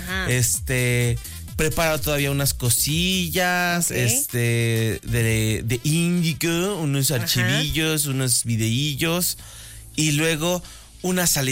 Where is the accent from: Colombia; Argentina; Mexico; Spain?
Mexico; Mexico City; Se me sale yucateco. Yo soy chilango. ¿Por qué hablaría yucateco?